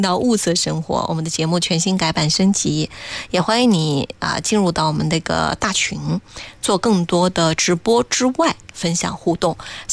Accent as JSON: {"language": "Chinese", "country": "China"}